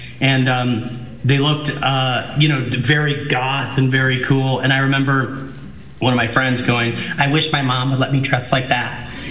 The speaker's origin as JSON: {"language": "English", "town": "Carbondale", "region": "Illinois", "country": "United States", "said": "Yeah, so I'm from Carbondale, Illinois, where SIU is."}